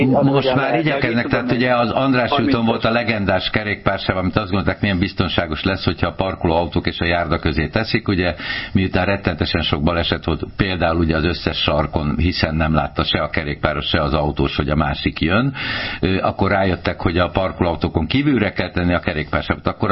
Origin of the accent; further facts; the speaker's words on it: Budapest, Hungary; born there; Én a János kórházba születtem.